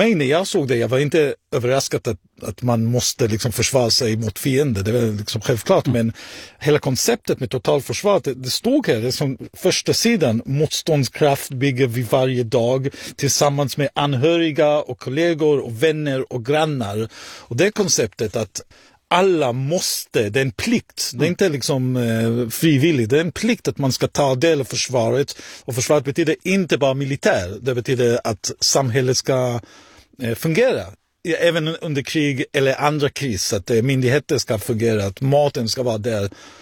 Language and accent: Swedish; Israel; now in Sweden; där jag kommer ifrån, Israel, så är det krig hela tiden.